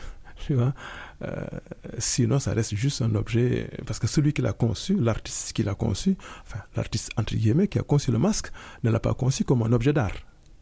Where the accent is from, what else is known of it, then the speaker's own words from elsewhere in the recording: Senegal; moi, en tant que Sénégalais, j'ai eu la chance de voir quelques masques lors des initiations. Mais chez les Wolofs, on ne connaît plus les masques.